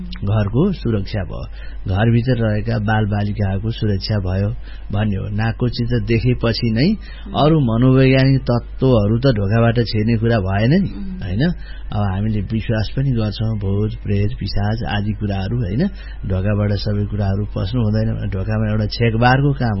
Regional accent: Gandaki Province, Nepal; born there; now in Pokhara, Nepal; मेरो जन्मस्थान अन्नपूर्ण गाउँपालिका वडा नम्बर 2 सेराचौर हो, मेरो अहिले बसोबास चाहिँ पोखरा महानगरपालिका वडा नम्बर 2 मिरुवामा छ

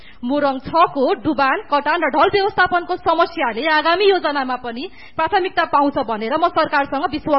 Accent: Koshi Province, Nepal; born there

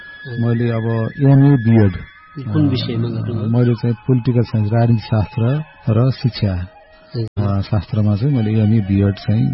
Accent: Musikot, Karnali Province, Nepal; मेरो चाहिँ जन्मस्थल रुकुम पश्चिम मुसिकोट नगरपालिका वडा नम्बर 5 हालको सिरीगाउँ भन्ने ठाउँमा

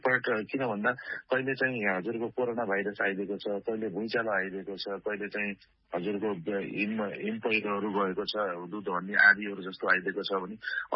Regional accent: Pokhara, Gandaki Province, Nepal; मेरो जन्म नै लेक साइडमा भएको

